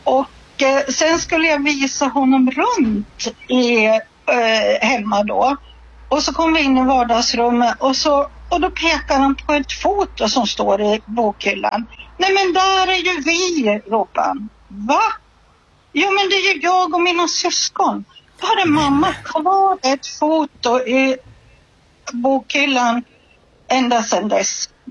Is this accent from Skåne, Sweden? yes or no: no; Österfärnebo, Gävleborg County, Sweden; Men sen så är jag alltid och firar midsommar i Österfärnebo i södra Gästrikland. Som är min hembygd. Och där jag födde upp vuxen.